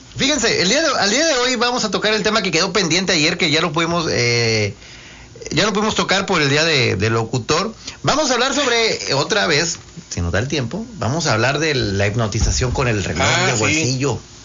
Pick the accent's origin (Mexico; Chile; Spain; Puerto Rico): Mexico; Yo sí me siento bien mexicano.